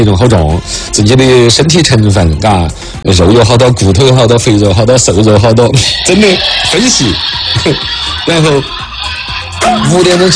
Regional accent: China; 为啥子我们中国人说起都有点印象呢？

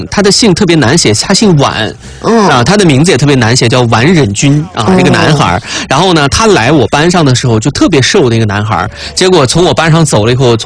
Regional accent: Xinjiang, China; 是不是就是用我们新疆话叫洋柿子？

